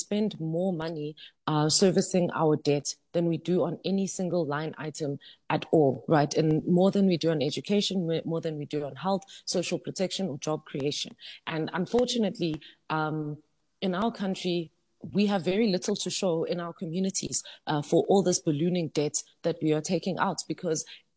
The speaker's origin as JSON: {"language": "English", "town": "Emalahleni", "region": "Mpumalanga", "country": "South Africa", "tie": "born or raised there", "said": "I think about where I grew up in Emalahleni in Witbank. Yes, it's a coal mining town and it's well known for that."}